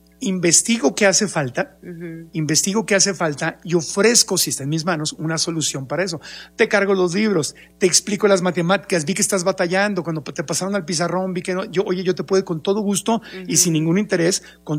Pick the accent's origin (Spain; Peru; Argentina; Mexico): Mexico; Ciudad Obregón, Sonora; Yo crecí en Sonora, en Obregón.